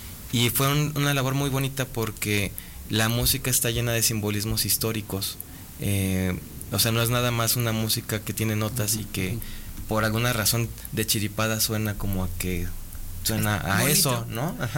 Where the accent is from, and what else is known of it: Mexico